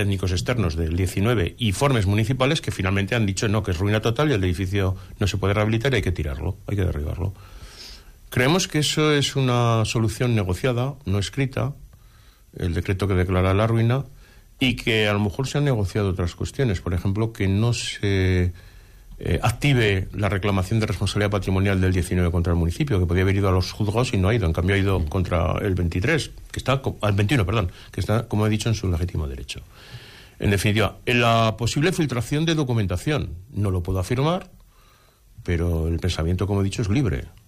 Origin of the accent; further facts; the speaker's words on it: Pozondón, Teruel, Aragon, Spain; soy de Teruel, soy de Pozondo.